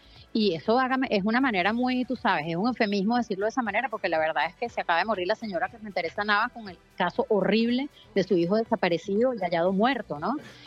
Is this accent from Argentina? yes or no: no; Venezuela